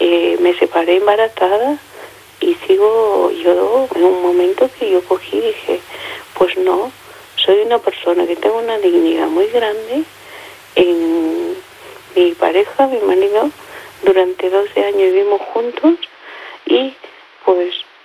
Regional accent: Peru

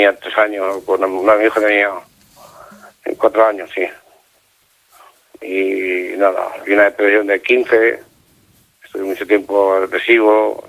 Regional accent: Lleida, Catalonia, Spain; moved away; yo soy de Lleida

